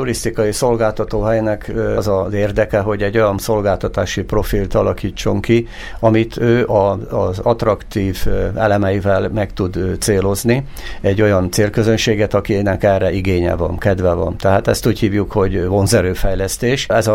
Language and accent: Hungarian; Győr-Moson-Sopron, Hungary; örülünk neki egyébként ott a Rába közben, ami az én szülőföldem